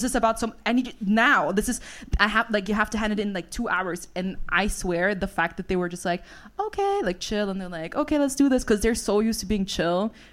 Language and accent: English; Vienna, Austria; I'm from Vienna.